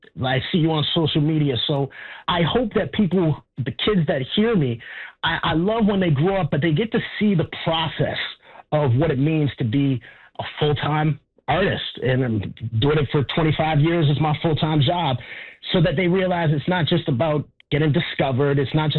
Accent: Canada; it really means a lot to me as a Canadian.

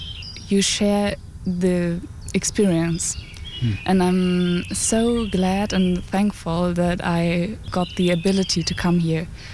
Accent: Dresden, Saxony, Germany; English is a second language; years old and I'm from Germany, from Dresden. I'm here for doing volunteer service for 1 year.

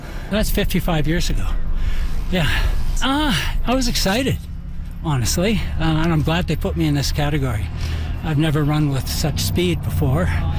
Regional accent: Nelson, British Columbia, Canada; I'm from Nelson, BC. I'm here with my wife visiting family.

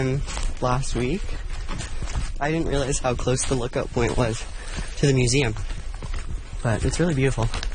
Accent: Calgary, Alberta, Canada; I'm from Calgary

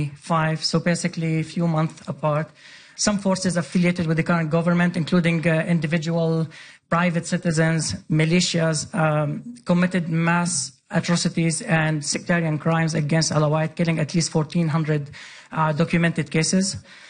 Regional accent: Sweden; No, very appreciated because I grew up in Sweden.

